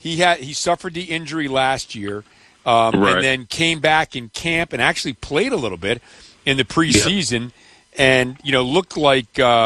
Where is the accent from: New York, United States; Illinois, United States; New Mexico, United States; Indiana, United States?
New York, United States; I grew up in New York and hated the Yankees.